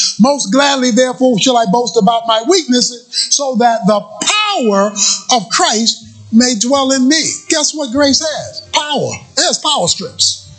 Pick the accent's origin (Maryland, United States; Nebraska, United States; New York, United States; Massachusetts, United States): Maryland, United States; Baltimore; When I was growing up in Baltimore